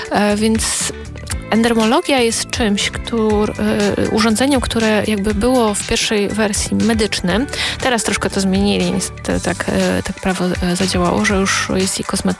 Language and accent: Polish; Sochaczew, Masovian Voivodeship, Poland; u nas w Sochaczewie